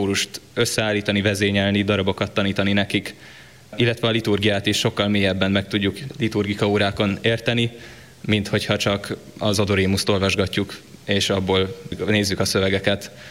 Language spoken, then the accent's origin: Hungarian; Szentendre, Pest, Hungary; amit én jelenlegi célnak tartok, az, hogy helyettesítgetek, főleg otthon Szentendrén a plébániánkon